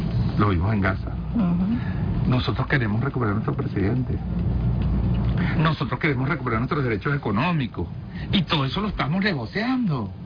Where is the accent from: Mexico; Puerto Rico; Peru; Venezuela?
Venezuela; todos somos venezolanos